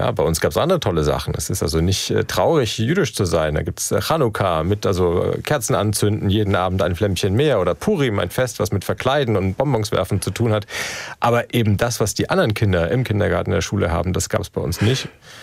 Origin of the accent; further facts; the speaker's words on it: Nuremberg, Bavaria, Germany; Ich bin in Nürnberg aufgewachsen, eine mittelgroße nordbayerische Stadt, die also für Bayern untypisch hohe Arbeitslosigkeit hat, die damals also schon sehr von Strukturwandel geprägt war und von vielen sozialen Problemen. Ich bin aufgewachsen in einer jüdischen Familie